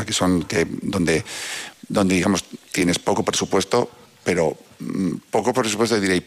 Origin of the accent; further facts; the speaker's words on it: Navarre, Spain; Además de director de cine, soy navarro